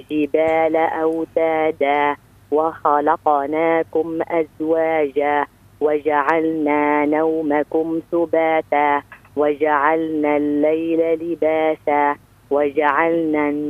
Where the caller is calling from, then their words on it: Djerba, Medenine, Tunisia; من جزيرة جربة